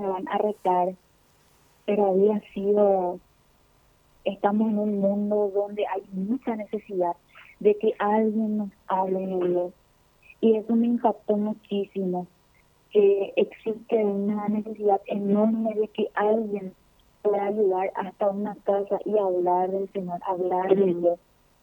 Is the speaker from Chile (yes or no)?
no; Caaguazú, Paraguay; Yo soy de la diócesis de Coronel Oviedo, de la ciudad de Caaguazú